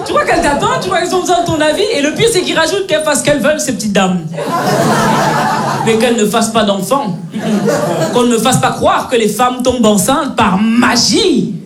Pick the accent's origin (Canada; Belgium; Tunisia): Belgium; Moi, je suis née, j'ai grandi en Belgique. Mes parents sont nés, ils ont grandi au Cameroun.